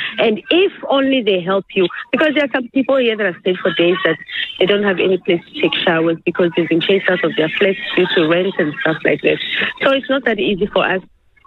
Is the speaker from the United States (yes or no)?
no; South Africa; born or raised there